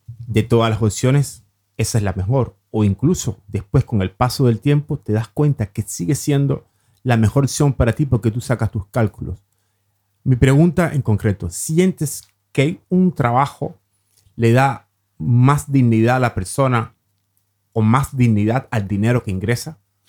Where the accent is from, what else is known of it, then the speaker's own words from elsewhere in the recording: Cuba; moved away as an adult; now in Norway; llego acá como inmigrante, que he tenido que desdoblarme en otros oficios que inicialmente no estaban en mi campo visual en Cuba